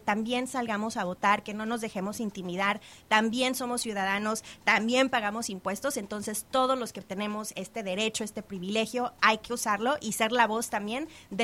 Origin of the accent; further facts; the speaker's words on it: Mexico; now in North Carolina, United States; yo soy de México